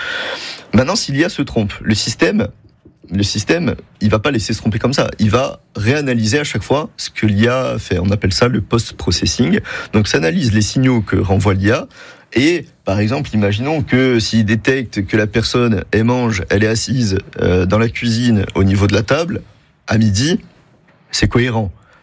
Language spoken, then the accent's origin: French; Corsica, France